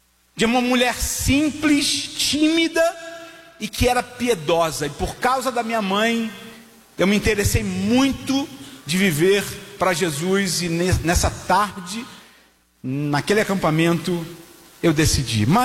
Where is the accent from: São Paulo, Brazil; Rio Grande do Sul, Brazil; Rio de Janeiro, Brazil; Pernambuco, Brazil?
Rio de Janeiro, Brazil; born there; o Senhor sabe que eu nasci numa favela no Rio de Janeiro, o Senhor sabe que eu estudei em escolas públicas